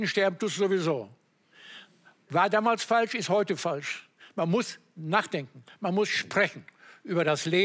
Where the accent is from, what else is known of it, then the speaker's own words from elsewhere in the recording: North Rhine-Westphalia, Germany; Ich komme aus dem Sauerland, da kann ich aus meiner Jugend den Spruch